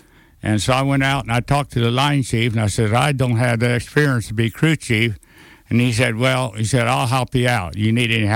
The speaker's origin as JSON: {"language": "English", "town": "Dalhart", "region": "Texas", "country": "United States", "said": "because I come from Dalhart, Texas, right through the wheat country."}